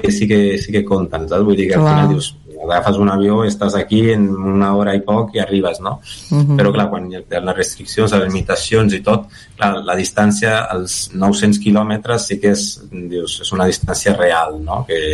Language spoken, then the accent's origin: Catalan; Lleida, Catalonia, Spain; moved away as an adult; quan vaig marxar de Lleida, pues havia dit, mira, et trobo aquest, havia trobat un màster aquí